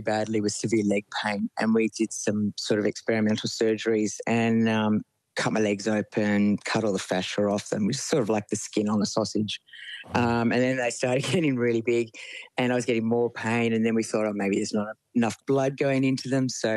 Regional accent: Cremorne, New South Wales, Australia; Yeah, I grew up in Cremorne, which is, I mean, I break out in hives when I go back there now.

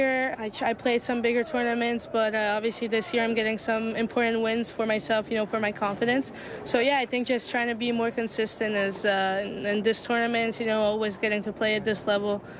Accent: Italy; English is a second language; I was born in Italy and I grew up in Italy. All my closest friends are Italian

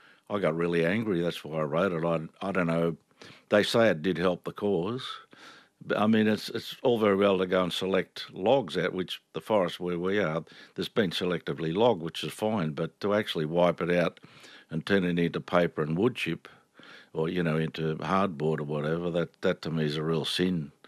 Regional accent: Quambatook, Victoria, Australia; born there; moved away; also born or lived in northwest New South Wales; as I was brought up in Quambatook.

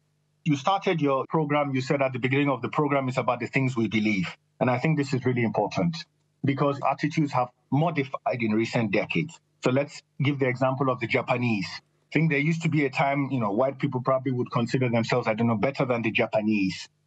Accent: Nigeria; When I was growing up in Nigeria, so my dad was Nigerian, my mom was Polish, so I grew up in 1990s Nigeria.

